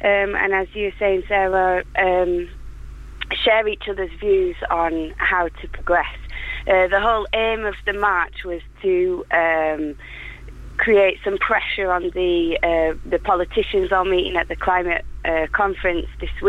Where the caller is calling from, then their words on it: Yorkshire and the Humber, United Kingdom; I'm from Yorkshire